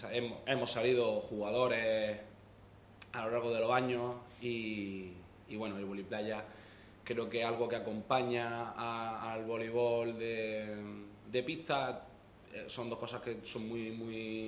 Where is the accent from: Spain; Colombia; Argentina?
Spain; Motril, Andalusia; hacerlo en mi pueblo, en el club en el que me formé desde los 8 hasta más o menos los 14 o 15 años.